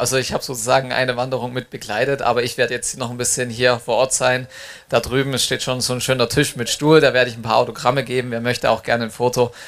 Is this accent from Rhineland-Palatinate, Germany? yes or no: no; Saxony, Germany; now in Bavaria, Germany; Ja, als Bayer fühle ich mich noch nicht. Ich bin immer noch im Herzen Erzgebirger. Das werde ich auch immer bleiben.